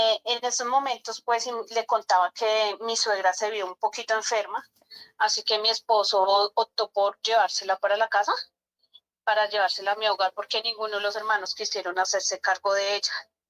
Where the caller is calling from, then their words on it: Granada, Cundinamarca, Colombia; lo estoy llamando desde Granada, Cundinamarca